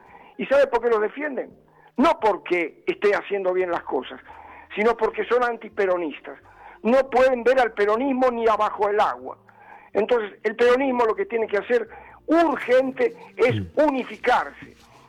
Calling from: Buenos Aires, Argentina; me llamo de Parque Chacabuco.

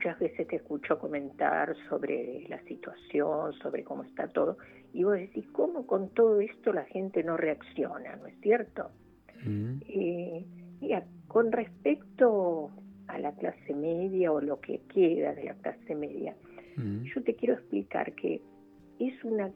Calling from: Buenos Aires, Argentina; de Belgrano.

